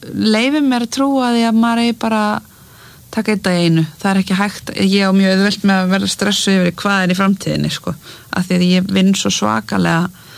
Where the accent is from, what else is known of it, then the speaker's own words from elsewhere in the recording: Mosfellsbær, Capital Region, Iceland; Já, ég elst upp í Mosfellsbæ með mömmu og, þarna, og eldri bróða mínum og þetta bara svona venjulegt Mosó líf